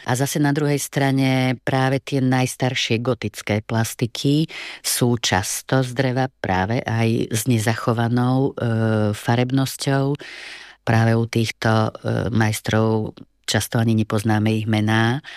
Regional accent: Pozdišovce, Košice Region, Slovakia; môj starý otec, dedo, pochádzam z Pozdyšoviec, bol práve kolesár.

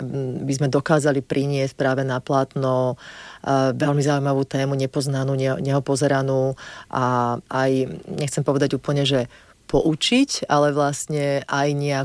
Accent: Bratislava, Bratislava Region, Slovakia; ja som Bratislavčanka, ja tento kút Slovenska som veľmi málo poznala

